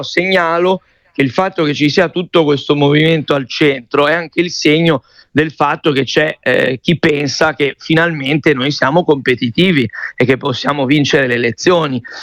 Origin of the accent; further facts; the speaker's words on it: La Spezia, Liguria, Italy; Io vengo dalla Spezia